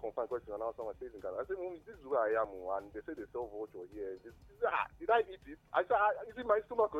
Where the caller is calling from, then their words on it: Kogi, Nigeria; From Kogi State.